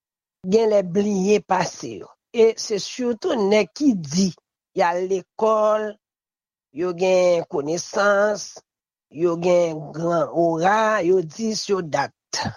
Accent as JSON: {"language": "French", "country": "Haiti", "said": "Moi-même en tant que haïtien"}